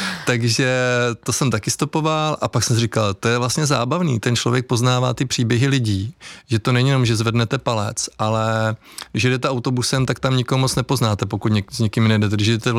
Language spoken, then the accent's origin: Czech; Znojmo, South Moravian Region, Czechia; protože jsme ze Znojma oba dva